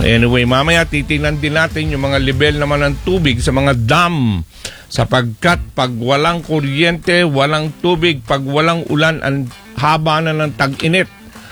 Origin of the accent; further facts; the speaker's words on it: Mimaropa, Philippines; Doon sa amin sa Oriental Mindoro, 4 oras isang araw ang MLD, yung rotational brownout.